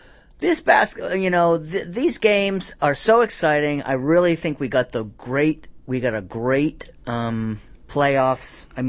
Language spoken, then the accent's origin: English; Rhode Island, United States; I'm from Rhode Island.